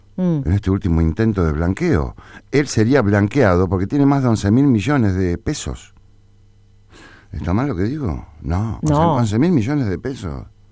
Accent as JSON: {"language": "Spanish", "town": "La Plata", "region": "Buenos Aires Province", "country": "Argentina", "said": "yo vengo de La Plata"}